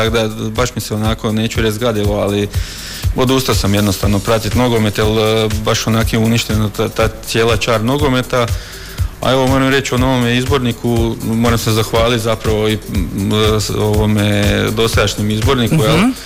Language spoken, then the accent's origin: Croatian; Suhopolje, Virovitica-Podravina County, Croatia